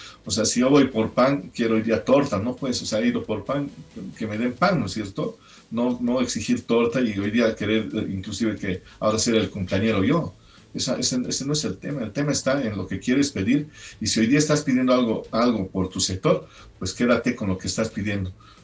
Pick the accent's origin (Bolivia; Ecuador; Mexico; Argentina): Bolivia; todos somos bolivianos